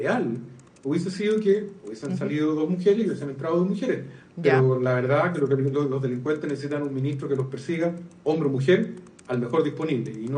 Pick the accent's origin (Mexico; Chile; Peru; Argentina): Chile; Valparaíso; born there; also born or lived in La Florida; now in Temuco, Chile; a mi espalda está Temuco. Yo no nací acá, yo nací en Valparaíso. Fui alcalde de la Florida.